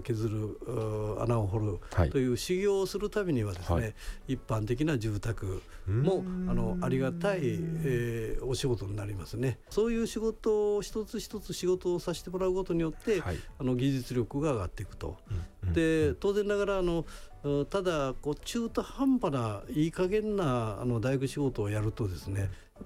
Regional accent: Hyogo, Japan; 例えば私は兵庫県ですけど、兵庫県で行くと

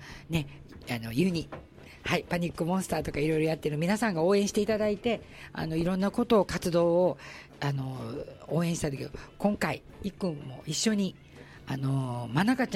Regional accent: Osaka, Japan; 私も大阪人なので

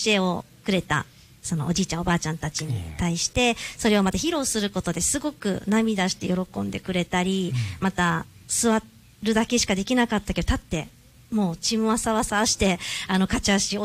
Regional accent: Uruma, Okinawa, Japan; 地元はあの、まあ、うるま市の方なんですけど、

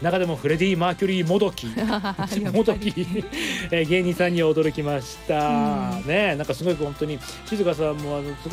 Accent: Ibaraki, Japan; 地元茨城はおなじみの水戸ガールトークさんで、

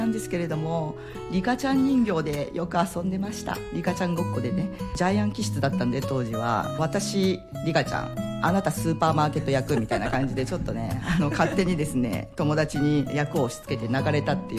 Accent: Shunan, Yamaguchi, Japan; 私周南市出身で、東京の地名がついてるところがいっぱいありまして、例えばあの銀座、それから青山通り、代々木公園まであります。

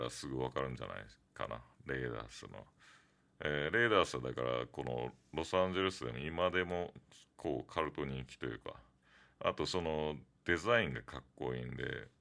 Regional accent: Okinawa, Japan; now in Los Angeles, United States; やっぱ沖縄出身だから

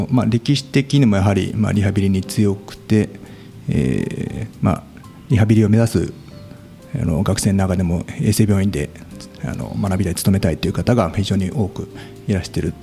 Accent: Tachikawa, Tokyo, Japan; 今48歳で、出身大学は日本大学ですね。で、私は、出身が立川なので、

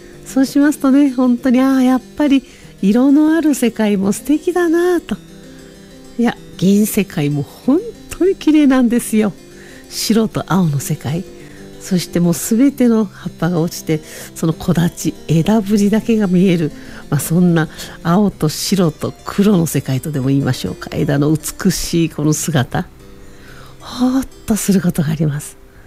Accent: Kyoto, Japan; born there; also born or lived in United States / Osaka; now in Hokkaido, Japan; いや、もともと京都の生まれで、それからアメリカに行ったり大阪に行ったりしながら北海道に来ましたなどという人間は

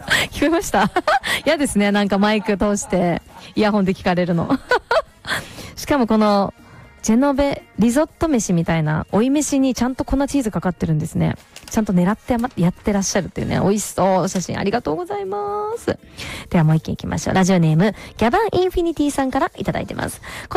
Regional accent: Nishinomiya, Hyogo, Japan; 我が地元兵庫県の西宮市にやってくるとのことで、 阪急西宮ガーデンズへ行きました。

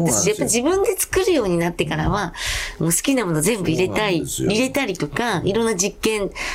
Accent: Shikoku, Japan; あ、私四国なんですが、豚でした。

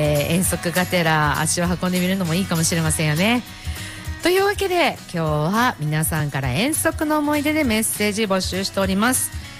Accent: Iwaki, Fukushima, Japan; 保育所の時ね、小名浜のここのね、ハマイオンからもうちょっと少し行くと

